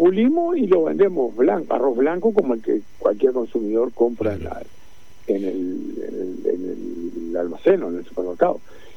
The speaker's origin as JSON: {"language": "Spanish", "region": "Cerro Largo", "country": "Uruguay", "said": "yo soy productor de Cerro Largo, del departamento de Melo, de la zona de la sexta sección de Cerro Largo."}